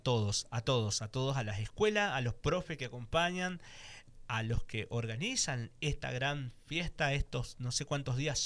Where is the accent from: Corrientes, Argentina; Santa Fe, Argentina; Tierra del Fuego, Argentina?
Santa Fe, Argentina; Reconquista; de acá, de nuestra reconquista, de nuestra zona